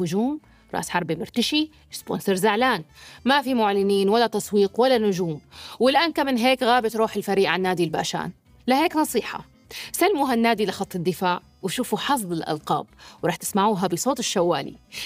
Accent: Syria; كلنا كسوريين

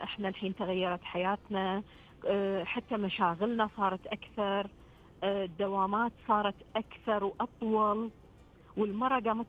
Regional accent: Kuwait; عندنا بالكويت

